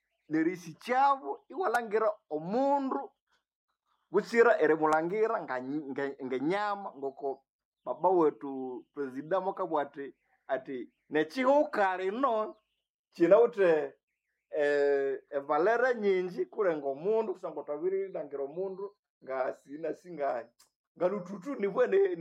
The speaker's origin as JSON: {"language": "Swahili", "town": "Lubero", "region": "North Kivu", "country": "DR Congo", "said": "Kule kwetu Lubero sijue naona mnaishi kule na watu wengine, makabila mbalimbali, manani."}